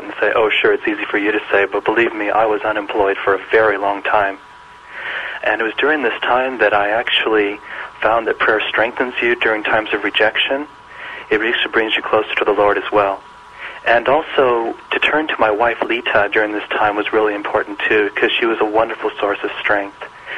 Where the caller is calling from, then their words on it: Boynton Beach, Florida, United States; I'm calling from Boynton Beach, Florida.